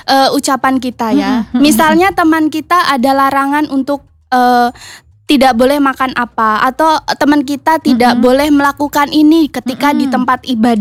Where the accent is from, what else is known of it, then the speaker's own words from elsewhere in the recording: Pati, Central Java, Indonesia; now in Banyumas, Indonesia; Saya berasal dari Pati